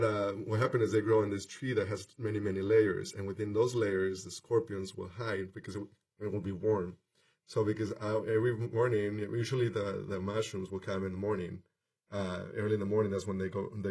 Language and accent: Spanish; Mexico; moved away; I've been bitten by scorpions many times because when I grew up in Mexico, there was a lot of them.